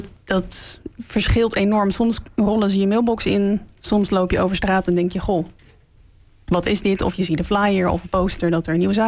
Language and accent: Dutch; Schiedam, South Holland, Netherlands; Ja, dat is denk ik als Schiedammer heel leuk nieuws om te krijgen.